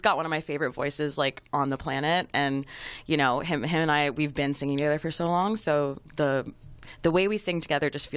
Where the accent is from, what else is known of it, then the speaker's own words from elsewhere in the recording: Windsor, Ontario, Canada; born there; also born or lived in Toronto; I moved back to Windsor from Toronto